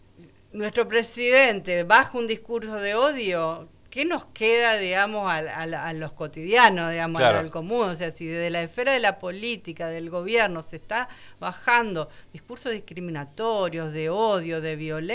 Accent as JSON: {"language": "Spanish", "region": "Buenos Aires", "country": "Argentina", "said": "perdón porque soy porteño"}